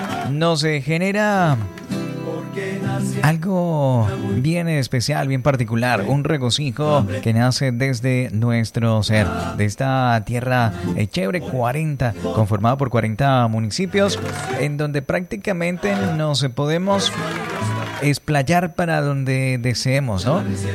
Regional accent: Norte de Santander, Colombia; Soy norte santandereano

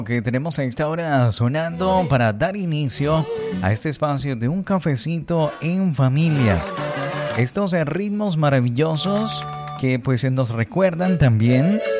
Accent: Colombia

